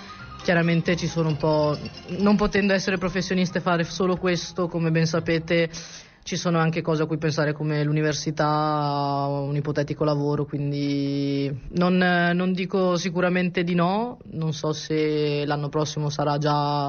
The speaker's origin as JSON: {"language": "Italian", "town": "Cittadella", "region": "Veneto", "country": "Italy", "said": "nel paese in cui vivo perché vengo da Cittadella."}